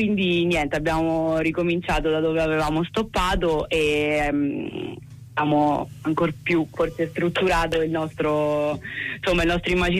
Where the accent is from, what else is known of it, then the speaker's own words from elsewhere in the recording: Recanati, Marche, Italy; siamo una band di origine, diciamo, recanatese, comunque vabbè, marchigiana, batterista di Ancona, un po' sparsi.